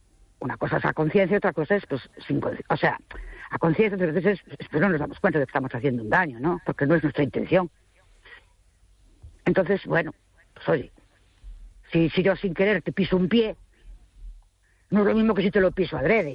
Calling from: Ourense, Galicia, Spain; de Orense

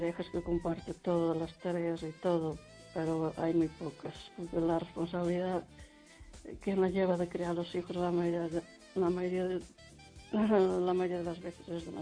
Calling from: Lugo, Galicia, Spain

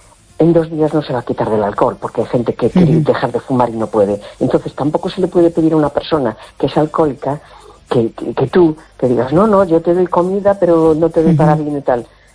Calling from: A Coruña, Galicia, Spain; Hola, buenas noches … de La Coruña.

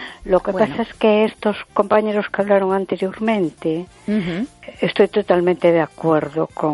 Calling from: A Coruña, Galicia, Spain

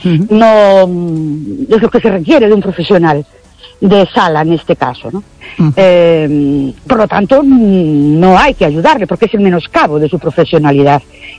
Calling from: Ourense, Galicia, Spain; Buenas noches … de Orense.

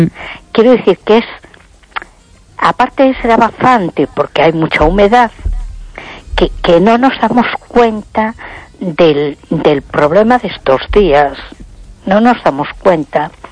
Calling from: A Coruña, Galicia, Spain; de Coruña.

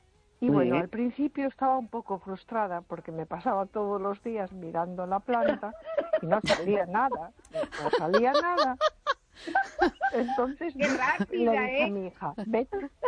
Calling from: A Coruña, Galicia, Spain; de Coruña.

